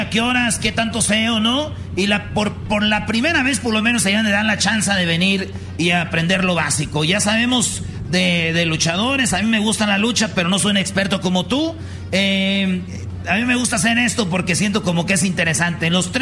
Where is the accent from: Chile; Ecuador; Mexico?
Mexico; Michoacán; yo soy de Michoacán